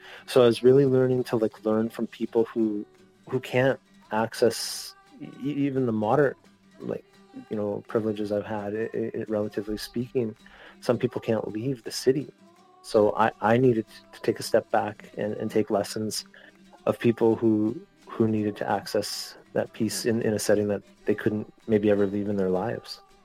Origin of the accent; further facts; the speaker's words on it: Manitoba, Canada; also born or lived in Minnesota, United States; I was coming from Winnipeg and I grew up in northern Manitoba and Minnesota and that. So I was an outdoor everything, you know, kind of environmentalist kind of guy.